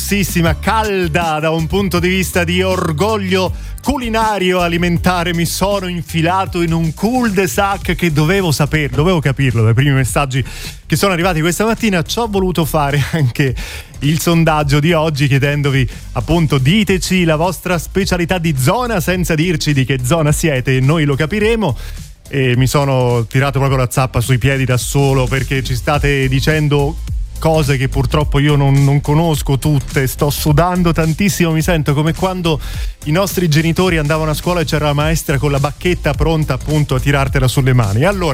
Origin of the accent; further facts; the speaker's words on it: Florence, Tuscany, Italy; Sono fiorentino